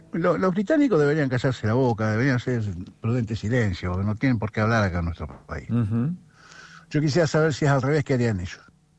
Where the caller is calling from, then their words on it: Argentina; Nosotros somos Argentina.